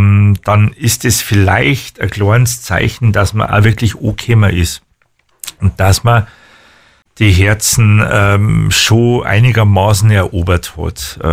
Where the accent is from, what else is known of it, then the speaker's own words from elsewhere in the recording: Wolnzach, Bavaria, Germany; dass ich mit dem Betreiber, dem jetzigen Betreiber des örtlichen Kinos von meinem Heimatort in Wolnzach, das ist der Max Amper, mit dem in die Schule gegangen bin.